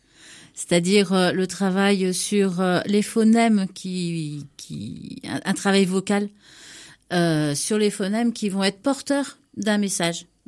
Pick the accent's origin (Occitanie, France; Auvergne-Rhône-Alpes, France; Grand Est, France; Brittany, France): Brittany, France; moi je suis bretonne.